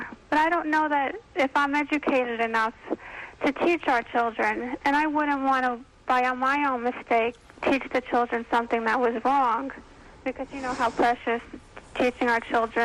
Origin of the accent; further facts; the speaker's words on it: New Jersey, United States; I'm from New Jersey.